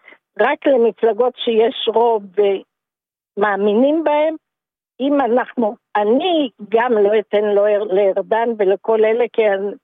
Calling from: Sharon plain, Israel; בשרון, אני מהשרון

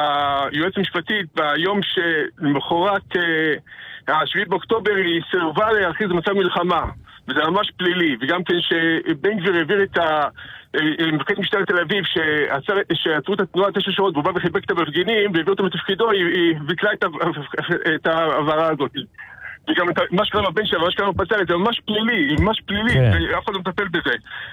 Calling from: Beersheba, Southern District, Israel

